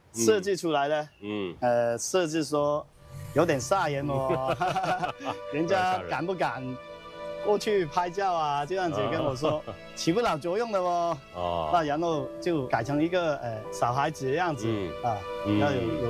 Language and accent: Chinese; Foshan, Guangdong, China; 我们本土的那个土生土长的顺德人啊，其实也比较讲究，喜欢吃新鲜吃，从小到大家里都是新鲜的材料做什么吃